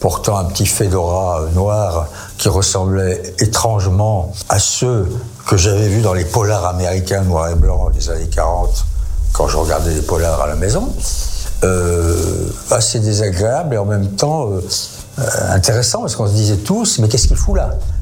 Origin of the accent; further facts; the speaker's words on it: France; Je dis, je suis français.